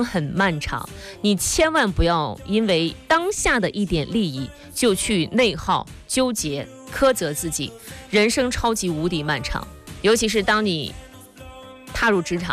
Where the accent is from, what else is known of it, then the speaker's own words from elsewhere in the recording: Shandong, China; 我的家乡山东，